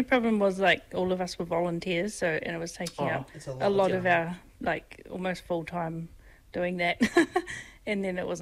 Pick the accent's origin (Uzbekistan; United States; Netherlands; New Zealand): New Zealand; Wanaka, Otago; now in Christchurch, New Zealand; my Dutch side is very outdoors, growing up in Wanaka, it's all that mountains and lakes.